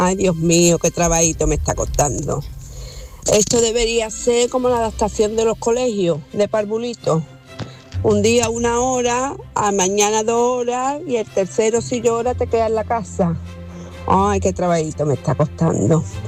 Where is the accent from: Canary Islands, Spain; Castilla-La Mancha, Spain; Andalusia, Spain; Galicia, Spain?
Andalusia, Spain; Málaga; yo soy de Málaga capital